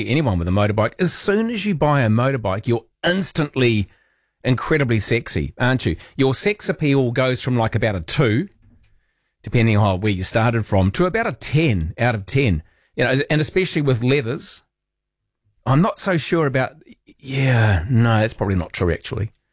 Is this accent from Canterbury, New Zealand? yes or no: yes; Christchurch, Canterbury, New Zealand; born there; I was born in Christchurch. That gives me a head start, doesn't it?